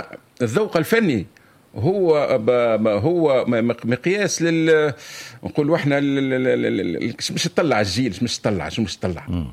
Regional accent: Tunisia; أنا كتونسي نحشم

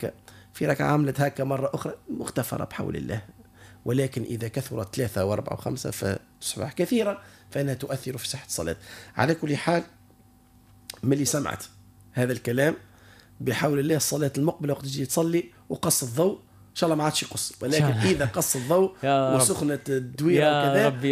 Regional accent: Tunisia; لها وهنيئا لنا كتونسيين.

